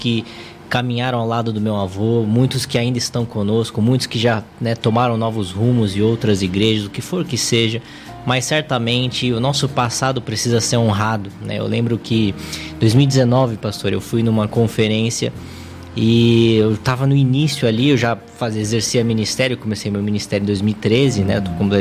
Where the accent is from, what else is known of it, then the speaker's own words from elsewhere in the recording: Minas Gerais, Brazil; E como um bom mineiro, ansioso, com coração a mil, é como um paulista quase dormindo, né?